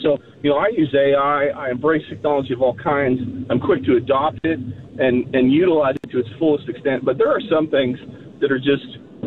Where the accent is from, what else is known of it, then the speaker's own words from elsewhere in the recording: California, United States; I grew up in Southern California. High school was about 2 miles from Anaheim Stadium